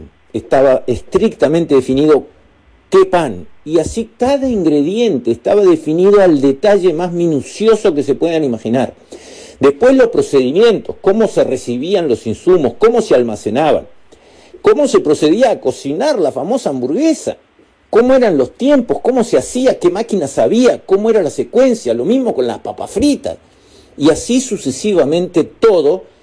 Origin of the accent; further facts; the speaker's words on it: Uruguay; tú sos de Uruguay, ¿no? Sí, sí.